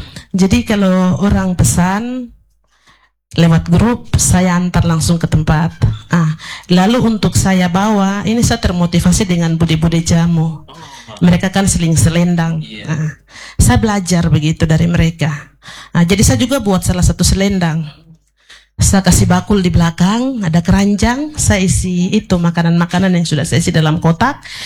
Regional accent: Papua, Indonesia; Kalau kita lihat kembali, kita orang Papua ini kan bukan makanan pokoknya nasi, ya, tapi sagu.

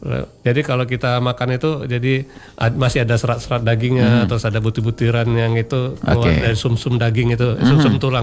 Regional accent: Palembang, South Sumatra, Indonesia; karena kita orang Palembang ini udah gak bisa lepas namanya model

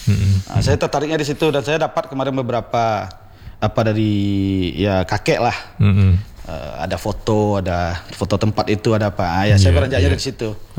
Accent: Riau, Indonesia; born there; karena kampung saya itu aliran Kamparnya kayak Batang Kapur itu satu aliran.

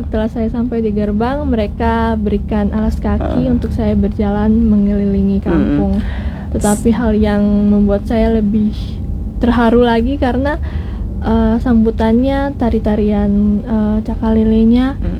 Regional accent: Ambon, Maluku, Indonesia; dari opa, ayah, sampai saya tinggal dan besarnya di Ambon, di kota Ambon.

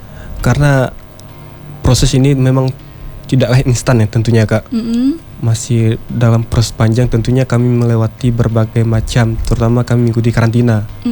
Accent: West Kalimantan, Indonesia; Bujang Gawai Kabupaten Sintang tahun 2026. Saya berasal dari Kayan Hilir, tepatnya Desa Lingkung Bindu.

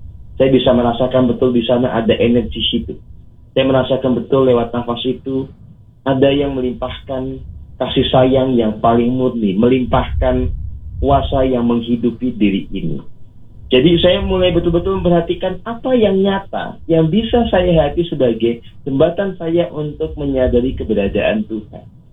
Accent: Magelang, Central Java, Indonesia; also born or lived in Cirebon / Bali; Jadi kan saya ini masa kecil itu dulu pernah di Kota Magelang, Bung Sapir. Kemudian juga pernah di Cirebon, pernah di Bali ya.

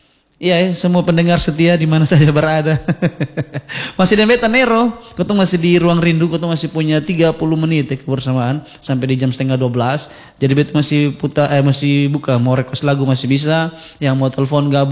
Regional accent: Kupang, East Nusa Tenggara, Indonesia; Beta juga orang Sabu kakak Deborah, tapi kotong Sabu lahir besar di Kupang.

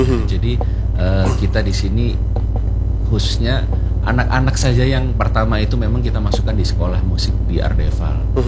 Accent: East Java, Indonesia; Saya aslinya Jawa Timur.

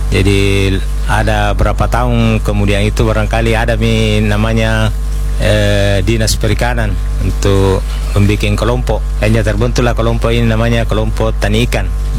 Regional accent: Kalimantan, Indonesia; moved away; Saya dari Kalimantan, merantau sampai ke sini tidak ada kerjaan

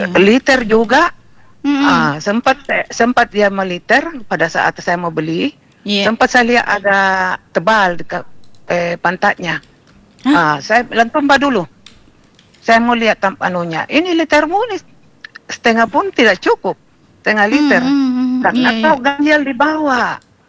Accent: Makassar, South Sulawesi, Indonesia; kita orang Bugis Makassar yang mau baik, beda 500 ambil maki.

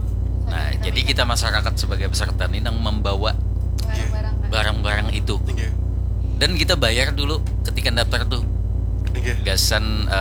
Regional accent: South Kalimantan, Indonesia; Itu membuktikan peninggalan orang-orang Bahari yang masih melekat di wadah kita orang Banjar.

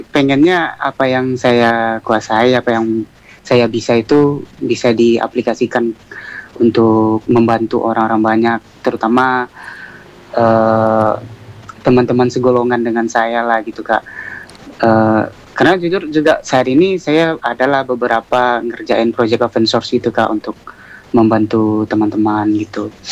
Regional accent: Riau, Indonesia; also born or lived in Medan; Saya orang Riau

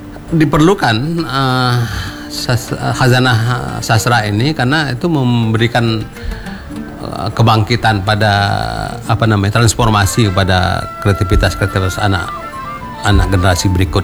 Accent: Riau, Indonesia; saya orang Riau

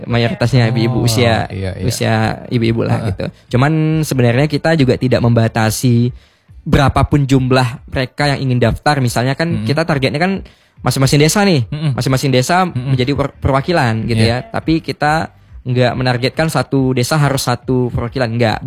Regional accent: Siak Kecil, Siak, Riau, Indonesia; itu adalah apa ibaratnya kampung halaman saya

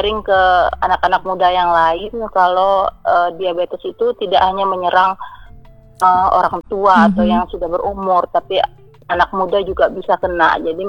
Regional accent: Padang, West Sumatra, Indonesia; Iya, mama orang Padang, lahir besar di Padang. Karena juga lahir besar di Padang.

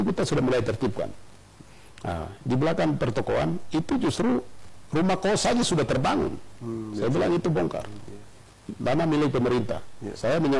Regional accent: Nabire, Central Papua, Indonesia; kita sebagai orang Nabire di sini sampai kapanpun ada di sini

